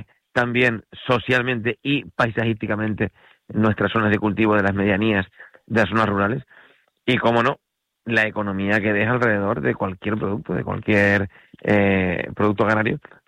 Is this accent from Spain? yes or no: yes; Isora, Canary Islands, Spain; ahora mismo me encuentro en Isora ahora mismo. Bueno, Isora, el pueblo donde yo nací, soy nativo de aquí, del pueblo de Isora